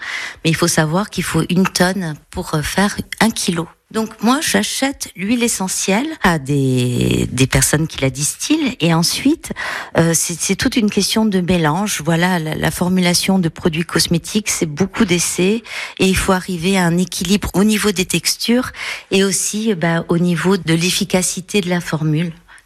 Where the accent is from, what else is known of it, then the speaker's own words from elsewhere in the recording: Bastia, Corsica, France; born there; Le but, c'était vraiment de créer une entreprise en Corse, parce que je suis née à Bastia et je voulais vraiment, il y a 20 ans, travailler avec les matières premières locales.